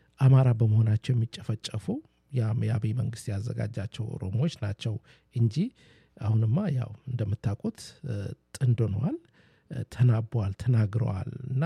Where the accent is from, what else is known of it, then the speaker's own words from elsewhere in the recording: Dire Dawa, Ethiopia; አዎ በእርግጥም አማራ ነኝ ግን ንጹህ ኢትዮጵያዊ ነኝ አማራ ሰው ደግሞ ድሬዳዋ ተወልጄ አደኩኝ